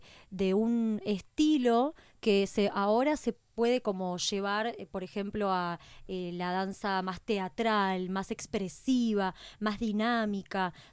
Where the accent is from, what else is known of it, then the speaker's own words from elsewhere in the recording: Merlo, Buenos Aires Province, Argentina; now in Capilla del Monte, Argentina; Yo soy de Merlo, zona oeste, Buenos Aires.